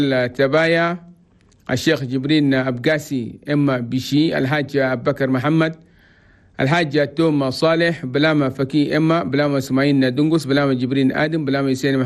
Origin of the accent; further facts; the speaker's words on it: Chad; في بلدنا تشاد بلد تومي.